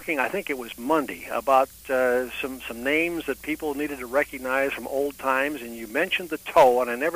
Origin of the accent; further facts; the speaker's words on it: Cleveland, Ohio, United States; moved away; growing up in Cleveland, Ohio, and there wasn't much that was fun up there